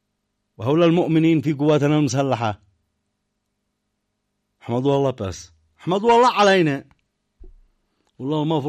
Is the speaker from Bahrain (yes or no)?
no; Yemen; على بلادنا اليمن